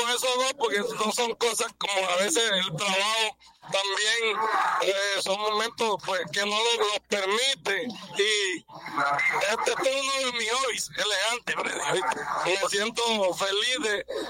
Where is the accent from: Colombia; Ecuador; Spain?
Colombia; San Pedro, Sucre; Yo soy de San Pedro Sucre.